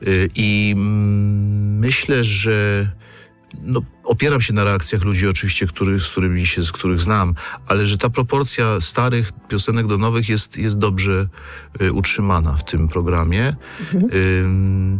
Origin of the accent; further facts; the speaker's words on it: Kraków, Lesser Poland, Poland; przyznajemy się do tego Krakowa, chociaż już tylko ja i Szczerba jesteśmy z Krakowa w zespole